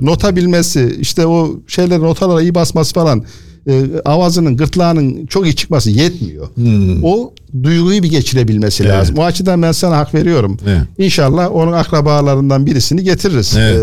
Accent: Şereflikoçhisar, Ankara, Turkey; now in Kırşehir, Turkey; Yani o yörede doğup büyüdüğümüz için bizim köylerimizde ben 1964 Ankara Şerefli Koçhisar doğumluyum. İşte Kırşehir'e 40-50 kilometre mesafede bir yer. Doğduğum köy daha da yakın. Evet. Şu anda Kırşehir'de ikamet ediyorum.

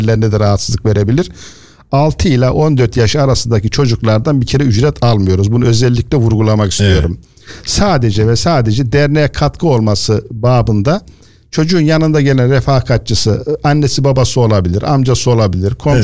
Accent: Şereflikoçhisar, Ankara, Turkey; now in Kırşehir, Turkey; Yani o yörede doğup büyüdüğümüz için bizim köylerimizde ben 1964 Ankara Şerefli Koçhisar doğumluyum. İşte Kırşehir'e 40-50 kilometre mesafede bir yer. Doğduğum köy daha da yakın. Evet. Şu anda Kırşehir'de ikamet ediyorum.

